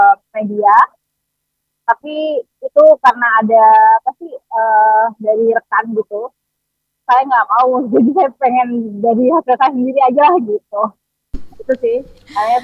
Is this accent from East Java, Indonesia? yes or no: yes; Situbondo, East Java, Indonesia; Saya aslinya dari Situbondo.